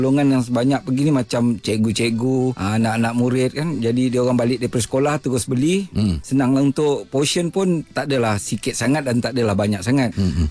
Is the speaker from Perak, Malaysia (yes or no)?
no; Shah Alam, Selangor, Malaysia; moved away as an adult; now in Kelantan, Malaysia; Okey, saya berasal daripada Shah Alam.